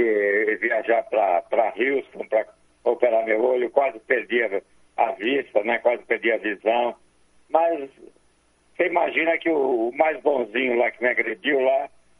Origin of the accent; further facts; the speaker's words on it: São Paulo, Brazil; born there; Nasci no bairro do Belenzinho, aqui em São Paulo. Lá em São Paulo, que eu estou em Campinas, né? Bairro do Belenzinho.